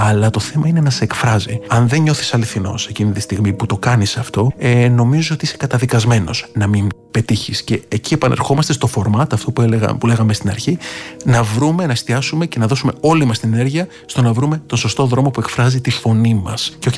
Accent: Lemnos, North Aegean, Greece; Ήμουν στο νησί μου στη Λίμνο

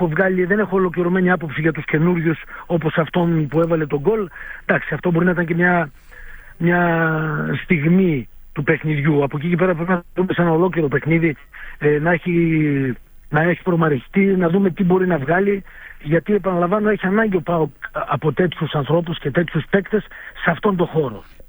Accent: Greece; εμείς που τουλάχιστον είμαστε Έλληνες

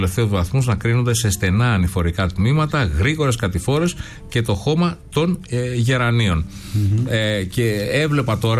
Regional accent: Greece

